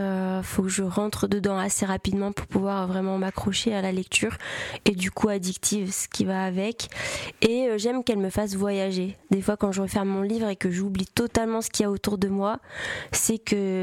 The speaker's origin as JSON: {"language": "French", "region": "Normandy", "country": "France", "also_born_or_lived": "Paris / Le Mans / Madrid / Croatia", "said": "je suis normande, mais comme je l'ai dit tout à l'heure, je suis nouvellement arrivée en Normandie, puisque j'ai vécu un peu partout en vrai. J'ai vécu un peu à Paris, un peu au Mans, un peu à Madrid, un peu en Croatie et à Nice"}